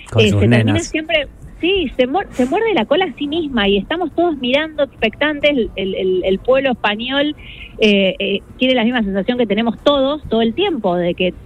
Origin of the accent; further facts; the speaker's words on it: Argentina; a nosotros como argentinos